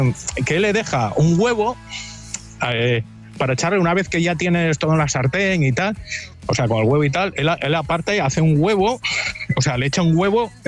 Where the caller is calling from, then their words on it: Cangas del Narcea, Asturias, Spain; Pues llamo desde Ibias. Yo soy de Cangas de Narcea, pero llamo desde Ibias.